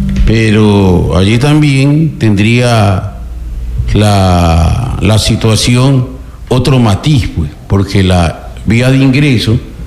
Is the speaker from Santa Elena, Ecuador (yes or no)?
yes; Santa Elena, Ecuador; muchos ciudadanos salinenses, me incluyo, y yo soy de Santa Elena